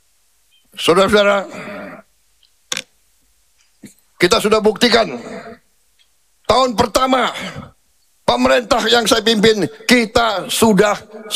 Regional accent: Jakarta, Indonesia; born there; Saya ini lahir di Betawi, tapi saya asal dari Banyumas. Campur sama Minahasa.

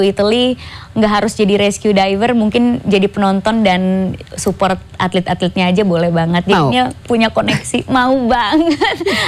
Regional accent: Maluku, Indonesia; Iya, aku orang Maluku.

